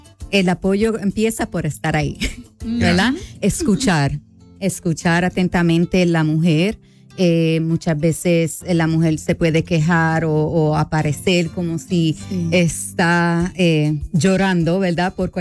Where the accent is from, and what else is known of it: Puerto Rico